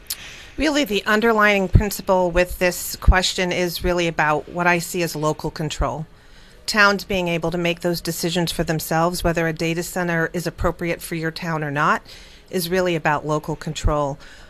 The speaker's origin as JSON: {"language": "English", "town": "Killingly", "region": "Connecticut", "country": "United States", "tie": "born or raised there", "said": "I grew up in Killingly. I've been here most of my life. I grew up, went to the schools here."}